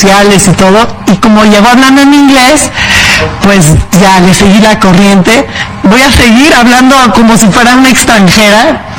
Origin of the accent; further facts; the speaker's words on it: Mexico; Sí, somos mexicanos 100%.